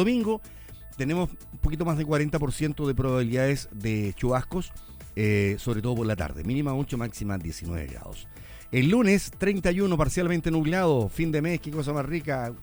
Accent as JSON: {"language": "Spanish", "country": "Chile", "said": "aquí somos escandalosos los chilenos para celebrarse"}